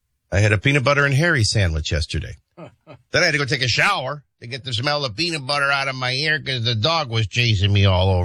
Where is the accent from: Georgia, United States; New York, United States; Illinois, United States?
Illinois, United States; Chicago; Oh, I was saying I grew up in Chicago.